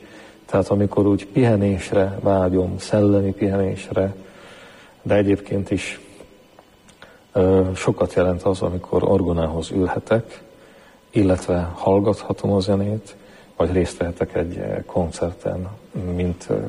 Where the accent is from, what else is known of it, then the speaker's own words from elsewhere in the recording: Babindol, Nitra Region, Slovakia; én egy kis településről származom. Zoborvidékről, Bábindal, 700 lakosú a település